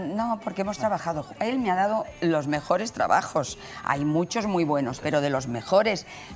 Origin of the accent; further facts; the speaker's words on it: Barcelona, Catalonia, Spain; de la Barceloneta, siempre lo digo.